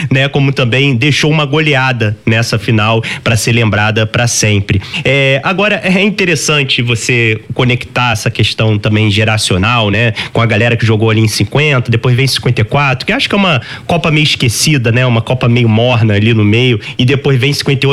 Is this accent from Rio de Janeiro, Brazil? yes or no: yes; Niterói, Rio de Janeiro, Brazil; lá da minha cidade de Niterói